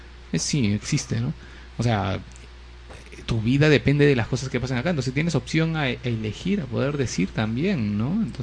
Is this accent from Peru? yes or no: yes; Peru; Yo también soy peruano en ese aspecto.